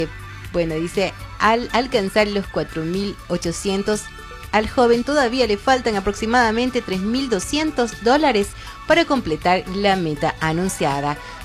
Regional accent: Bolivia; nosotros, como buenos bolivianos

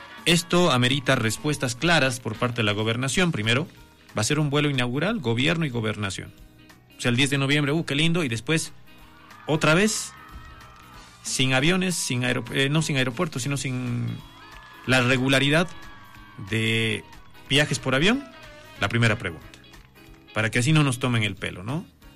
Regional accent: Potosí, Bolivia; Pero nosotros somos potosinos, ¿no?

